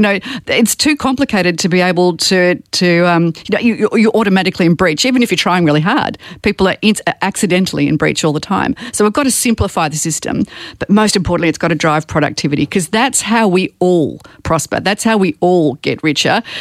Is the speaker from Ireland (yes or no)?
no; Victoria, Australia; Because let's face it, and I'm from Victoria, where our prosperity.